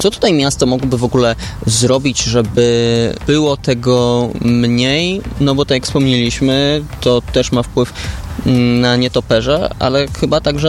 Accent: Poznań, Greater Poland Voivodeship, Poland; Mieszkam w Poznaniu od urodzenia i często włóczę się po tych poznańskich ulicach.

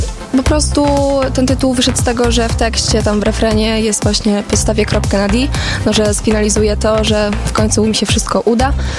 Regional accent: Węgrów, Masovian Voivodeship, Poland; u mnie w Węgrowie

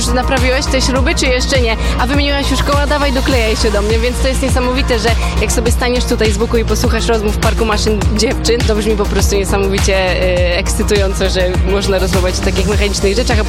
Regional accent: Milanówek, Masovian Voivodeship, Poland; Przyjechałam do was spod Warszawy, z Milanówka.

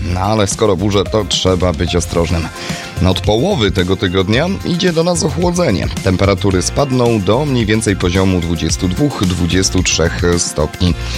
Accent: Kraków, Lesser Poland, Poland; accent: Kraków; jak to mówimy po krakowsku, na polu.

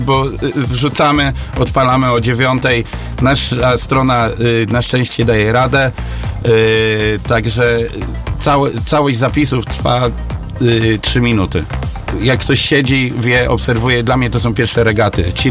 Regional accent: Nowa Wieś, Warmian-Masurian Voivodeship, Poland; ja mieszkam na wsi, także jestem z Nowej Wsi

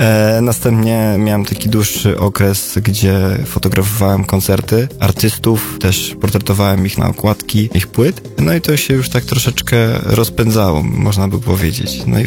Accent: Gdańsk, Pomeranian Voivodeship, Poland; przejdę się po ulicy Długiej, ponieważ pochodzę z Gdańska, porobię gdzieś tam zdjęcia

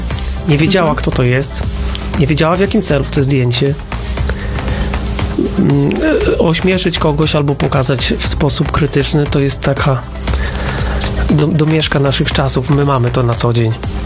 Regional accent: Mońki, Podlaskie Voivodeship, Poland; born there; Ja się urodziłem w Mońkach, moja mama pochodzi z miejscowości Krynica, to gmina Czcianne.

